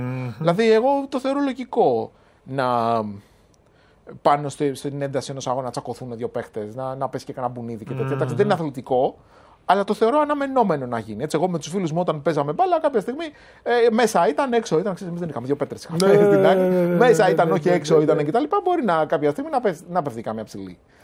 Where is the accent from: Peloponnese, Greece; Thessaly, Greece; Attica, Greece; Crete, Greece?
Attica, Greece; Peristeri; Ναι, όταν γύρισα από το Αγρίνιο και ήμουν μεγάλωσα στη Χωράφα πάνω στο Περιστέρι